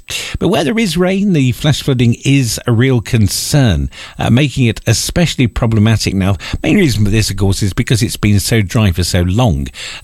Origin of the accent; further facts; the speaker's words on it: United Kingdom; being British